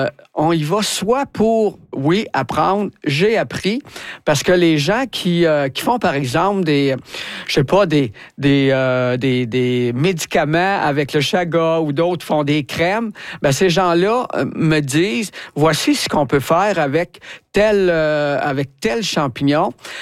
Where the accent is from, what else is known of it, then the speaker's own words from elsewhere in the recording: Quebec, Canada; il y avait des gens qui avaient juré qu'il n'y avait pas personne de l'Abitibi-Témiscamingue, puis malheureusement, je les ai fait mentir comme une tâche